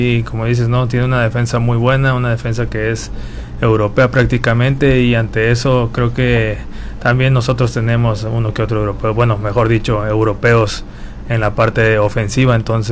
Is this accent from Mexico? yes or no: yes; Mexico; como mexicanos siempre queremos el famoso quinto partido